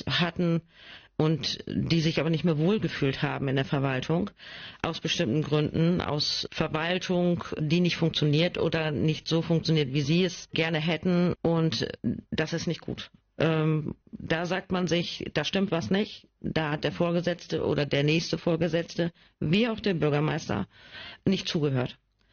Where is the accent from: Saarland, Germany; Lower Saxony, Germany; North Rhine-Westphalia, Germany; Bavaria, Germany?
Lower Saxony, Germany; Schortens; ich bin eigentlich der Ureinwohner, in Anführungsstrichen, von den Kandidaten. Ich bin in Schortens aufgewachsen. Meine Eltern sind schon dort aufgewachsen. Meine Tochter ist auch da groß geworden. Also es ist wirklich meine Heimat.